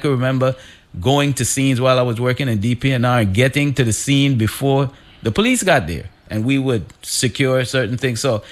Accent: Saint Croix, U.S. Virgin Islands; born there; also born or lived in New York, United States; I was made in Frederickstead, but I was born in New York.

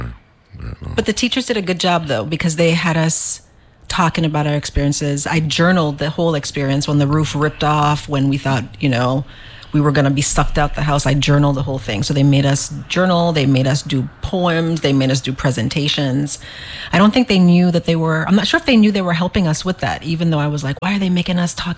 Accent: St. Croix, U.S. Virgin Islands; moved away as an adult; also born or lived in Buffalo, New York; I'm from St. Croix. I'm born and raised here. … I grew up here my whole life, and moved away to the States

